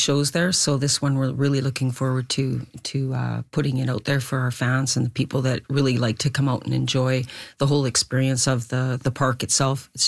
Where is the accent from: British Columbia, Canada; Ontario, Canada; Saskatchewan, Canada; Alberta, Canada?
Alberta, Canada; Edmonton; I'm actually from Edmonton, Alberta, so being in Manitoba and discovering all these little hidden you know, treats as far as different communities.